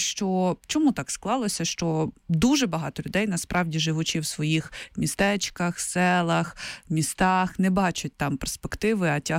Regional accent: Kyiv, Ukraine; я киянка, народилася і виросла тут

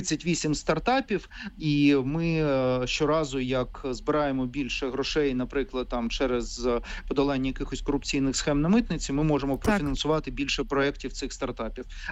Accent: Kyiv, Ukraine; там я як киянин це бачу постійно протягом всіх років війни

